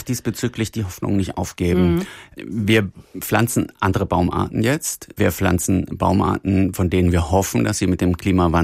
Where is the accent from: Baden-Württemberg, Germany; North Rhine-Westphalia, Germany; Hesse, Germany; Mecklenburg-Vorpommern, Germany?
Hesse, Germany; Also ich komme selber aus dem Taunus